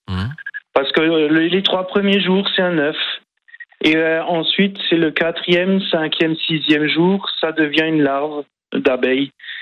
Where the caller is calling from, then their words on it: France; je viens d'Ambar-la-Ville.